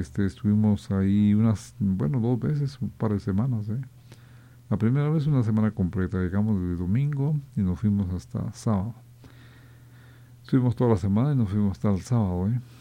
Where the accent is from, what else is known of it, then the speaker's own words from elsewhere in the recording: Tejutla, Chalatenango, El Salvador; Yo soy de Tejutla.